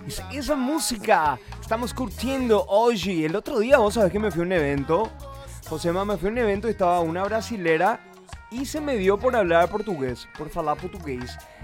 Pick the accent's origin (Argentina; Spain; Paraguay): Paraguay; así somos los paraguayos